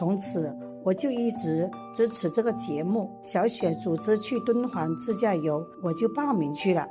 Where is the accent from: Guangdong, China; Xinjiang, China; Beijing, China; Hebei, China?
Guangdong, China; Zhanjiang; moved away; 说的是湛江，我儿子当时就把声音调大了，因为是我的老家